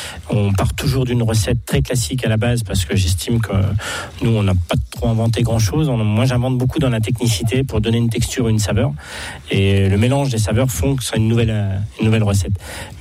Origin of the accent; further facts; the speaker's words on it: Charolles, Bourgogne-Franche-Comté, France; born there; en plus avec un produit du terroir, le charolais mi-sec, le fromage, moi je suis né de Charolles.